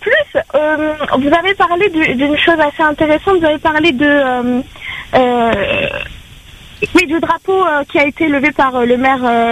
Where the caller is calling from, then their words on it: France; Moi je suis française, hein, complètement.